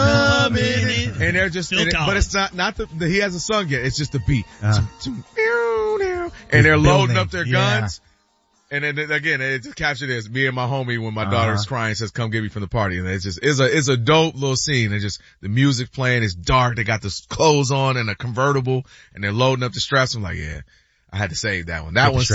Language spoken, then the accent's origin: English; Ann Arbor, Michigan, United States; I grew up in Ann Arbor, Michigan